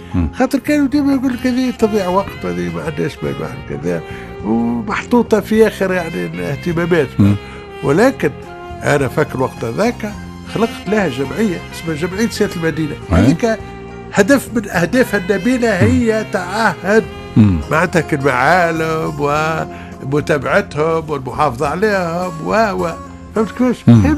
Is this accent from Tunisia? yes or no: yes; Tunisia